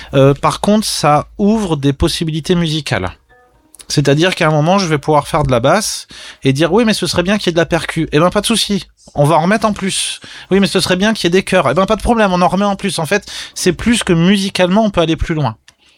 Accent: France; Et puis aussi, nous, en tant que Français

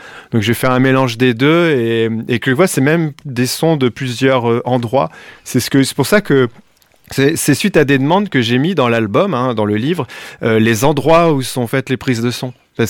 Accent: Douai, Hauts-de-France, France; Oui, moi, je suis de Douai, et puis je suis vraiment pas loin.

